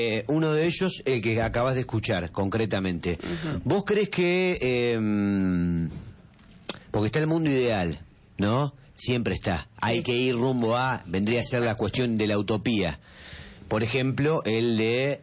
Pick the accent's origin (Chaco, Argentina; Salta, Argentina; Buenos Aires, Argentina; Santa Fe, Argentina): Santa Fe, Argentina; now in Reconquista, Argentina; no solo acá en Reconquista, en la región y también en Santa Fe Capital, de donde soy